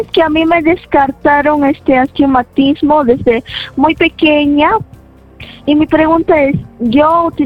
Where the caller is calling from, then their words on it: Cerro de Pasco, Pasco, Peru; Yo les llamo desde Cerro de Pasco.